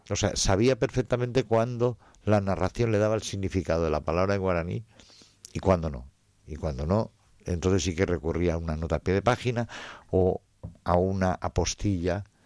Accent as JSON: {"language": "Spanish", "region": "Valencian Community", "country": "Spain", "said": "Y es más, vengo de una tierra... Yo soy valenciano, que es una tierra bilingüe."}